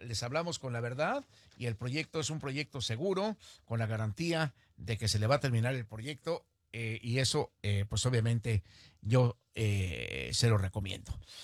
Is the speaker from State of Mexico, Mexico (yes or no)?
yes; State of Mexico, Mexico; ¿Sabe que yo viví toda mi infancia allá en el Estado de México? Cerca de Toluca también.